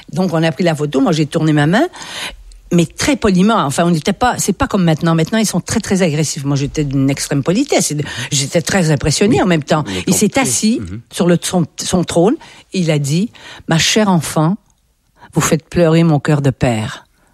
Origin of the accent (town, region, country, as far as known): Quebec, Canada; now in France